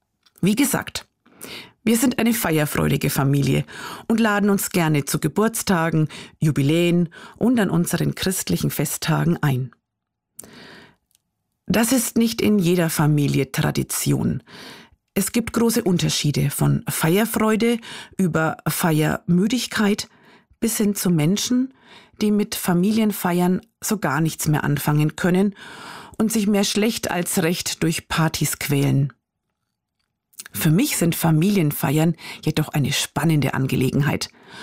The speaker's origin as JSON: {"language": "German", "region": "Bavaria", "country": "Germany", "tie": "born or raised there", "said": "Das Blues- und Jazz-Festival in meiner Heimatstadt, Kirchweih an jedem Wochenende in unseren fränkischen Dörfern"}